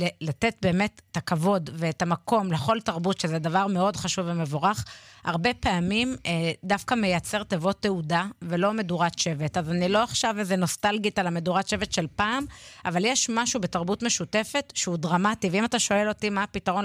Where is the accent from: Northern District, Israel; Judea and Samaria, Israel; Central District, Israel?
Central District, Israel; Netanya; אני גדלתי בשכונות הדרומיות של נתניה, משפחה ספרדית מסורתית קלאסית